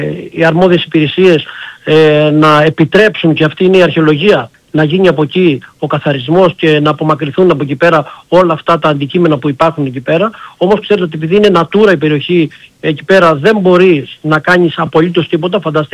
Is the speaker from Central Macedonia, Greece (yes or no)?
no; Heraklion, Crete, Greece; σαν Κρήτες και σαν Ηρακλειώτες